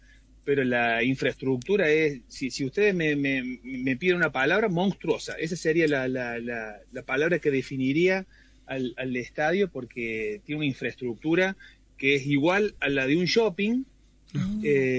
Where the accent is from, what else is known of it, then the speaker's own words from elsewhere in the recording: Hernando, Córdoba, Argentina; now in Río Cuarto, Argentina; yo soy de Hernando. Hace 16 años más o menos que vivo ahí.